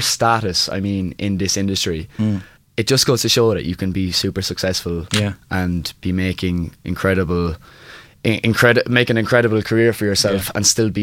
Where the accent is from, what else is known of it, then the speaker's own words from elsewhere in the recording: Slieverue, Leinster, Ireland; also born or lived in Galway; I am from Slieveroo in County Kilkenny. And down south.